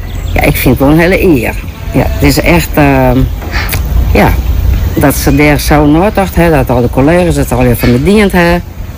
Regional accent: Franeker, Friesland, Netherlands; Ik kom uit Framke natuurlijk.

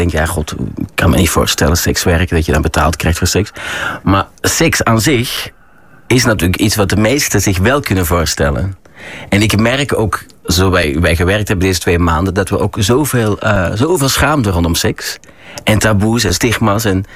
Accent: Belgium; moved away as an adult; Nee, ik was 19. Ik kwam van een boerengehucht uit België. Ik kwam in Amsterdam terecht. Ik ging hier studeren, Nederland. Toneelschool.

